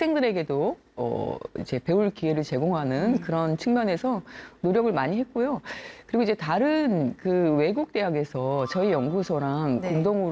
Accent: South Korea; 제가 이제 한국인 학자긴 하지만

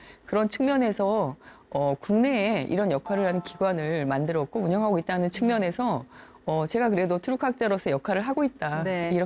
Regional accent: South Korea; 제가 이제 한국인 학자긴 하지만

